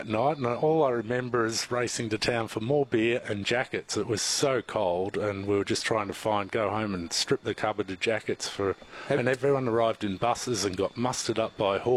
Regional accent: Victoria, Australia; now in Kununurra, Australia; Well, I came from Victoria, so I had a few old ones, yeah.

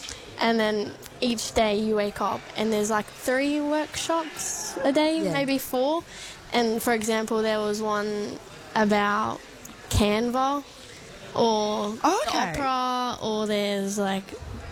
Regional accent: Western Australia, Australia

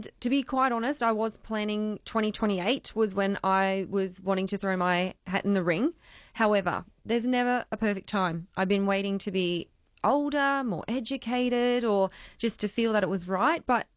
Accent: Queensland, Australia; So I grew up on Harvey's Range Road, so quite rural, and had all the challenges of getting to school and, you know, living that rural life. I also lived out in Tamala on a prawn farm.

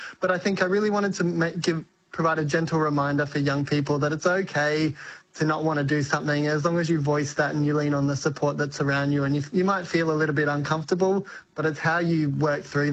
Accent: Katherine, Northern Territory, Australia; reflections on my childhood growing up in Katherine in the Northern Territory and pondering identity and figuring out my way through life and discovering who I was.

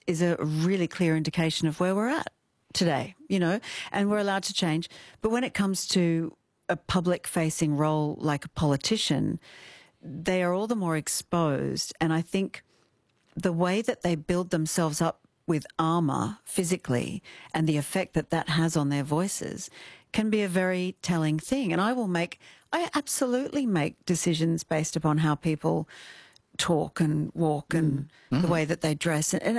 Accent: Kalgoorlie, Western Australia, Australia; Look, I'm from Kalgoorlie. I get to call it, you know. We sound a little bit, well, nice, you know.

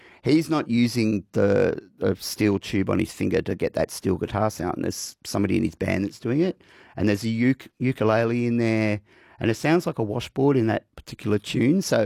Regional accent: Australia; But yeah, The Straits is it was a crime drama, but being Aussie, of course, darkly funny.

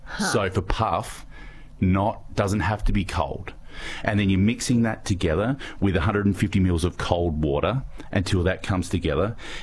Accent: Adelaide, South Australia, Australia; And I grew up in Adelaide, and I've still got this memory. I lived down in a road called Candy Road

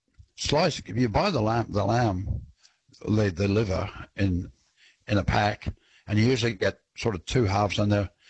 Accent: Northern Ireland, United Kingdom; now in Australia; I grew up when I grew up in Northern Ireland in the UK.

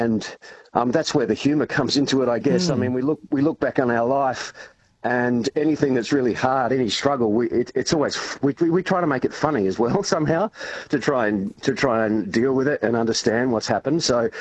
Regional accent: South Australia, Australia; So I've spent many years in growing up in South Australia, actually.

